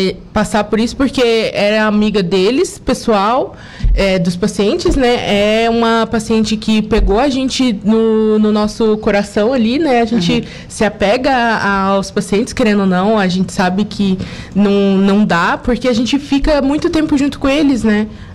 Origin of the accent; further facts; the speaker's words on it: Goiás, Brazil; moved away; Eu sou de Goiás.